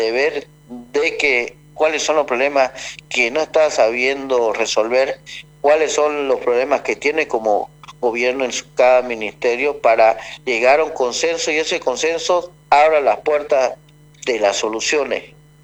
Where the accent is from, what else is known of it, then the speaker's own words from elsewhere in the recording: Bolivia; Todos somos bolivianos